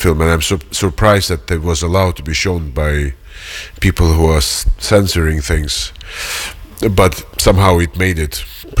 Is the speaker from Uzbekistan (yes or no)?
yes; Tashkent, Uzbekistan; English is a second language; It's my first American film I've seen while still living in Tashkent. I must have been 10 years old and my parents took me to that, and it kind of was like a fresh air, you know, in the gloomy Soviet Union.